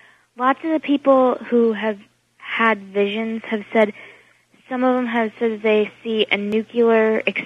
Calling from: Chicago, Illinois, United States; from Chicago.

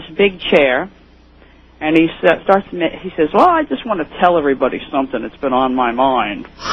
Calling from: Woodbridge, New Jersey, United States; from Woodbridge, New Jersey.

